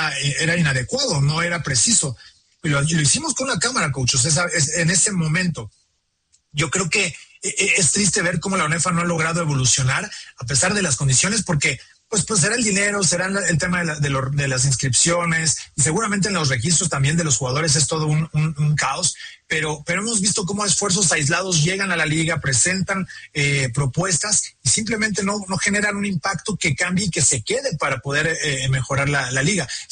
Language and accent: Spanish; Mexico; Por ejemplo, nos invitan de Guadalajara, yo soy de México, no vamos a poder ir